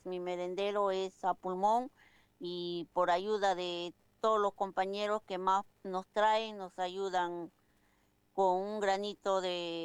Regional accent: José León Suárez, Buenos Aires Province, Argentina; Bueno, compañera … soy de José León Suárez, del merendero Camino a la Cruz.

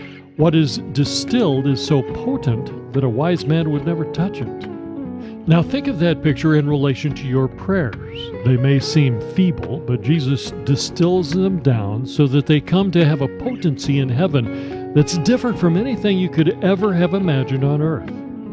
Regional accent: Scotland, United Kingdom; My home country of Scotland

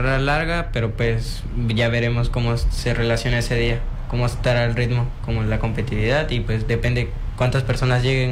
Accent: Macuspana, Tabasco, Mexico; Yo soy de Macuspana

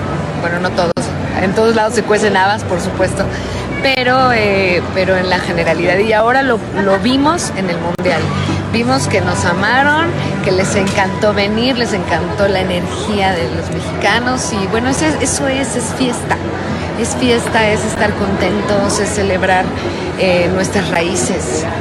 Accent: Mexico; Pues mira, representa un día muy especial donde nos sentimos más mexicanos. Yo siempre me siento mexicana.

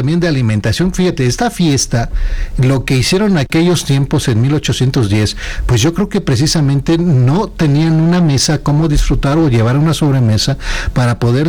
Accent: Mexico

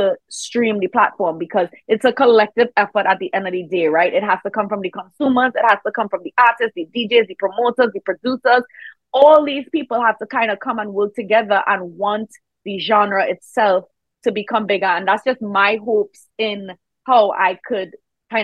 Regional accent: Trinidad & Tobago; moved away; oh, I'm from Trinidad and Tobago.

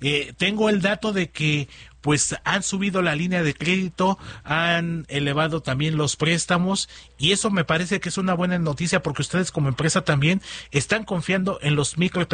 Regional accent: Mexico

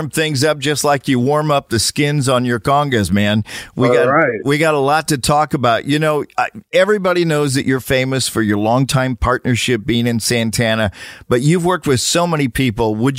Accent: California, United States; I know you grew up in the city, and I grew up in the East Bay

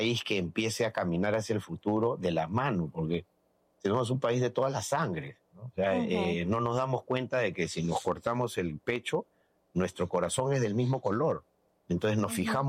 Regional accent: Peru; nosotros somos peruanos

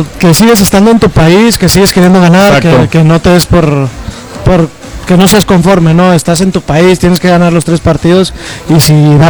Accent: Mexico; somos mexicanos

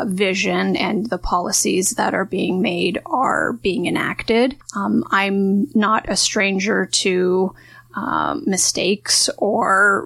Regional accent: London, Ontario, Canada; now in Wellington North, Canada; I do come from outside the municipality. I grew up in London. I went to school in Kitchener, and I don't have the allegiances of Mount Forest versus Arthur that I have seen when I first moved here.

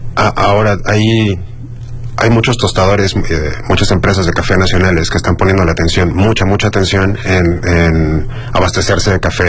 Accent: Mexico; como mexicanos nosotros somos productores de café.

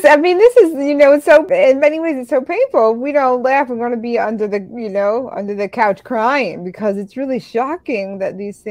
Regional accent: New York City, New York, United States; I'm from the Bronx, in the Bronx.

